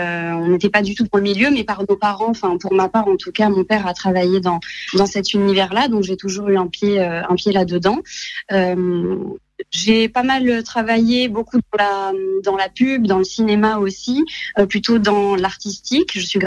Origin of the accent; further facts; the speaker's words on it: Montalivet, Nouvelle-Aquitaine, France; moi je viens de Montalivet même, j'ai grandi ici avec des parents qui étaient restaurateurs